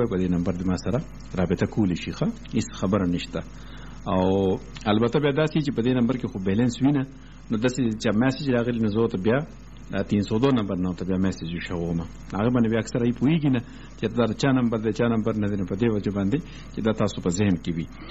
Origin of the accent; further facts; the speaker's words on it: Mardan, Khyber Pakhtunkhwa, Pakistan; now in Tarbela, Pakistan; زه اوس د مردان یم په تربیله کې اوسېږم